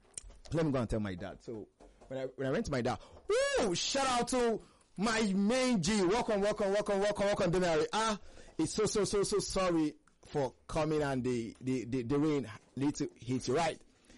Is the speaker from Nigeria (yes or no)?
yes; Kano, Nigeria; I grew up in Kano. I was born and brought up in Kano. I'm an Hausa person by birth